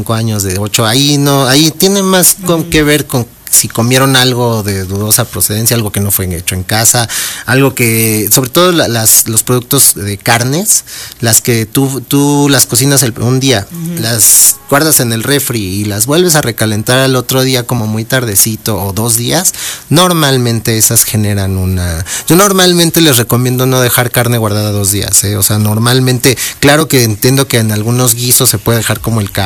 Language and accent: Spanish; State of Mexico, Mexico; now in Puebla, Mexico; Yo en esa parte sí, aquí en Puebla, yo no soy de aquí, soy del Estado de México